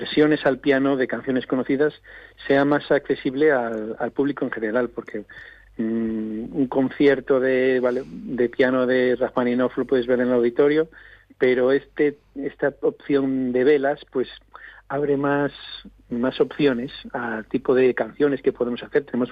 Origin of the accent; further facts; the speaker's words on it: Asturias, Spain; porque yo soy de Asturias y sería impensable hacer esto aquí.